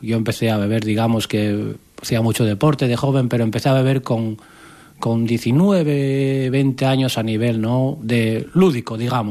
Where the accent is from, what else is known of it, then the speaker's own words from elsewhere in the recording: Asturias, Spain; somos asturianos